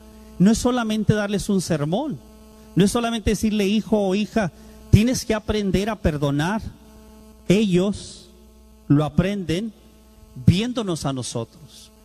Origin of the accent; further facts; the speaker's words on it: Tijuana, Baja California, Mexico; born there; yo nací aquí en Tijuana.